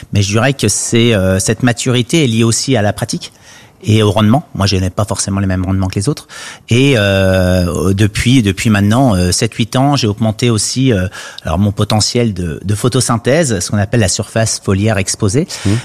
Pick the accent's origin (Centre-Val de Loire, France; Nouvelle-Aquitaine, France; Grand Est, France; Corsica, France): Grand Est, France; J'ai été formé à Beaune. Donc moi, je suis un des rares champenois qui parle en hecto, pas en kilo.